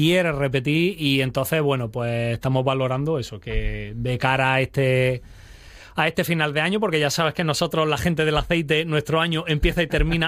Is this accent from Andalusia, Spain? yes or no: yes; Jaén, Andalusia, Spain; incluso nosotros que venimos de Jaén, que no hemos criado con el aceite, y todo gira en torno al aceite de oliva en Jaén